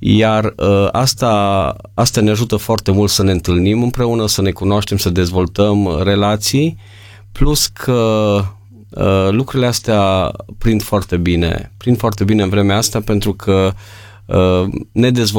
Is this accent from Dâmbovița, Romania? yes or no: no; Mireșu Mare, Maramureș County, Romania; sunt din Mireșu Mare.